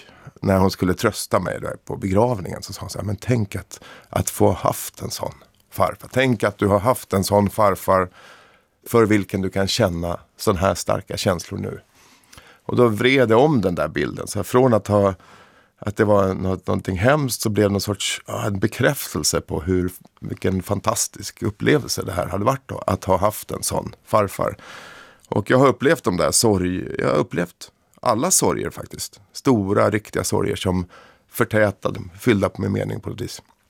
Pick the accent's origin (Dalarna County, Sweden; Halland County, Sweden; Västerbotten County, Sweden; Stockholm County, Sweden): Stockholm County, Sweden; accent: between Solna and Upplands Väsby